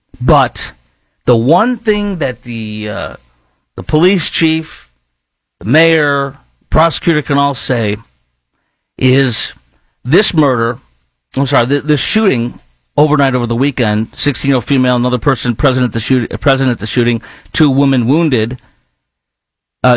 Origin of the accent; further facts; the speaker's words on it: Chicago, Illinois, United States; my hometown of Chicago